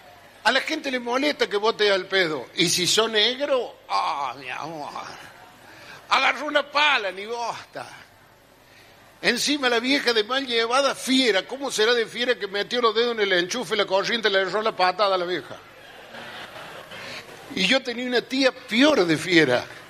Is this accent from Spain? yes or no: no; Cruz del Eje, Córdoba, Argentina; Yo que vengo de Cruz del Eje, provincia de Córdoba, el noroeste cordobés, la gente saludadora